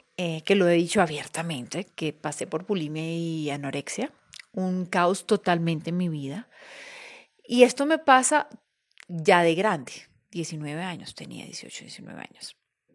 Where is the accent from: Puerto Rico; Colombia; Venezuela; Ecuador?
Venezuela; Táriba, Táchira; born there; yo soy venezolana, nací en Tarija